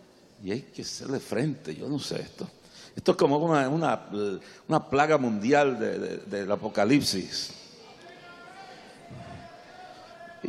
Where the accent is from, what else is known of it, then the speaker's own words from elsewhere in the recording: Puerto Rico; una está exiliada exiliada porque los puertorriqueños nos exiliamos en Orlando.